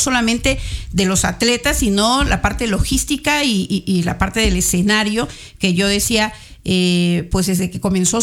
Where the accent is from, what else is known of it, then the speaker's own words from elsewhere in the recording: Coast, Ecuador; nosotros también acá, los costeños, hablamos mucho. Yo soy costeña.